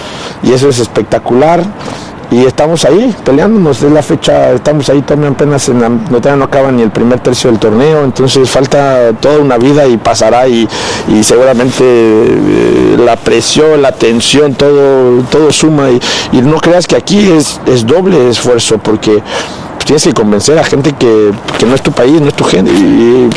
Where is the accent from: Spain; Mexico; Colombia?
Mexico; Pero como mexicano siempre da ilusión representar a mi país en un mundial